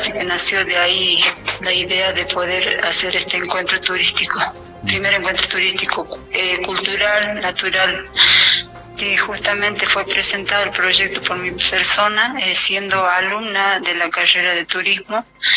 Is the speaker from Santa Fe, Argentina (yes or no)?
no; Jujuy, Argentina